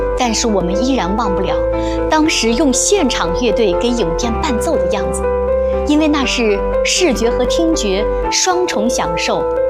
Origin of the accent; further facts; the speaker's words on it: Harbin, Heilongjiang, China; 咱们哈尔滨人不仅喜欢看电影，还热衷于评论电影。